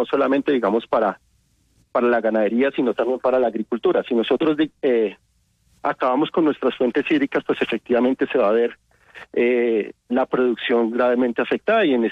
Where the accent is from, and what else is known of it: Colombia